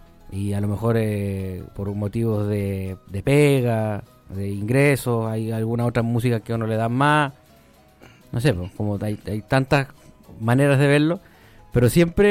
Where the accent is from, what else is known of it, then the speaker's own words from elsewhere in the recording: Curicó, Maule, Chile; como curicanos, como maulinos, qué sé yo, a la larga como chilenos igual